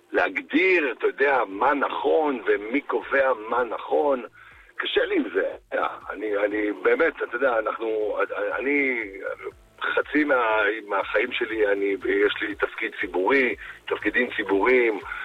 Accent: Haifa, Haifa District, Israel; אני אדם של שטח, אני לא אדם של תל אביב, בוא. אני בא מבת גלים בחיפה, ההרצאות שלי זה רק מצפון ועד דרום.

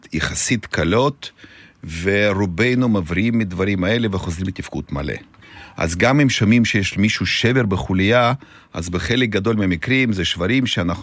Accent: Russia; now in Israel; במקור מברית המועצות.

